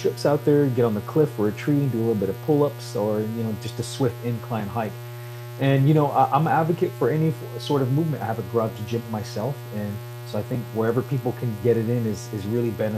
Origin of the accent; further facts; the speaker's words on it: Salt River, Arizona, United States; even just growing up in Salt River, I would hear elders kind of talk